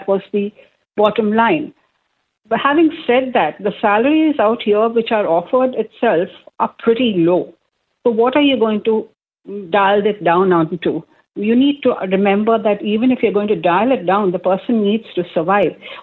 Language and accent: English; India; moved away; I come from India